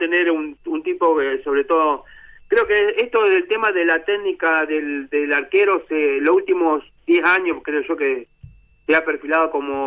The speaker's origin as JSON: {"language": "Spanish", "country": "Argentina", "said": "nosotros como argentinos nunca estamos conformes."}